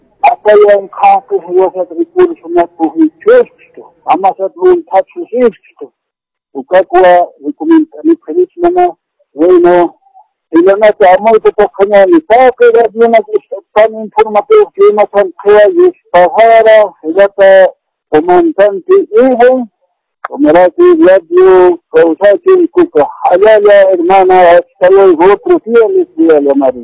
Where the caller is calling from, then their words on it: La Paz, Bolivia; Le estoy llamando desde La Paz, de provincia.